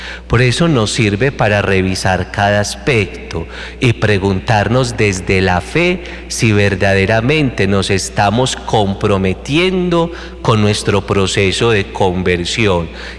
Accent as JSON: {"language": "Spanish", "region": "Antioquia", "country": "Colombia"}